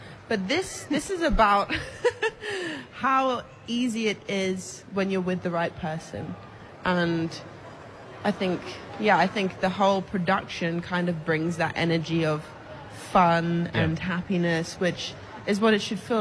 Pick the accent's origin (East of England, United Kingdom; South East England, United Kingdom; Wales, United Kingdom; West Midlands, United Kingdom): East of England, United Kingdom; Cambridge; accent: Cambridge; also born or lived in South Africa; So I grew up in a few different parts, but I would say the majority of my accent is Cambridge.